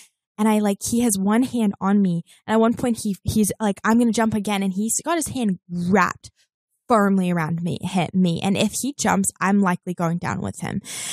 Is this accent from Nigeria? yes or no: no; New Zealand; born or raised there; moved away as an adult; now in Los Angeles, United States